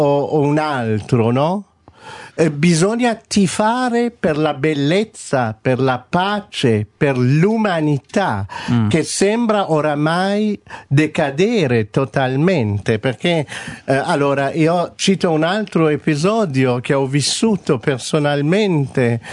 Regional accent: Iran; moved away; also born or lived in Milan; io stesso che faccio questo mestiere da iraniano

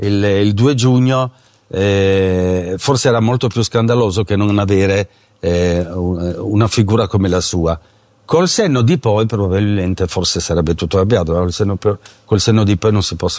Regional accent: Turin, Piedmont, Italy; moved away as an adult; now in Rome, Italy; da buon torinese, puntuale, preciso

